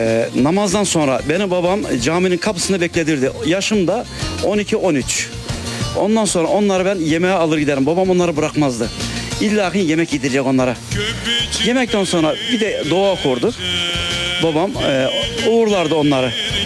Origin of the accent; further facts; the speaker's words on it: Antalya, Turkey; born there; Ben Duacı sakinlerden